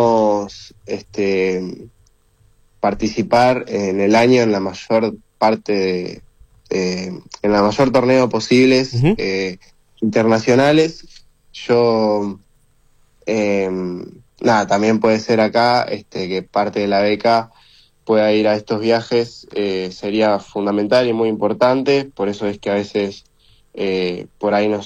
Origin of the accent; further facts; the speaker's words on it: Argentina; Es un orgullo el poder representar a Argentina, a mi país